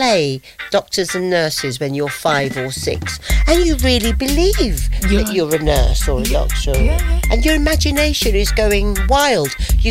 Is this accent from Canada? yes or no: no; Birmingham, West Midlands, United Kingdom; I'm a Brummie. I brought up in Birmingham.